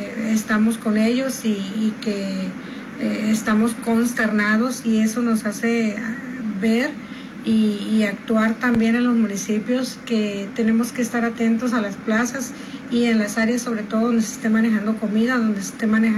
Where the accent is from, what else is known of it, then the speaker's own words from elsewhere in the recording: Sinaloa, Mexico; somos todos sinaloenses